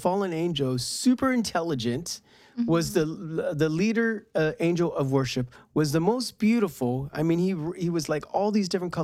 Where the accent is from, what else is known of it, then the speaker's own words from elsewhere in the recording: United States; But well, I'm American, so it's like